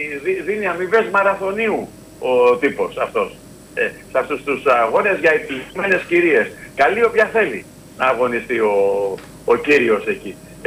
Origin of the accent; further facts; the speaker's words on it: Greece; είμαστε Ελλαδίτες